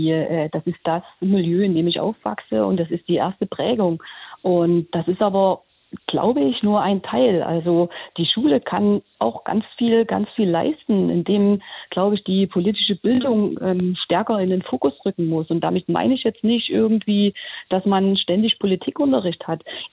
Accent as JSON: {"language": "German", "region": "eastern Germany", "country": "Germany", "tie": "born or raised there", "said": "Ich bin hier aufgewachsen, ich lebe hier und habe die Region eigentlich außer zum Studium nie verlassen, habe auch mein ganzes Berufsleben hier verbracht."}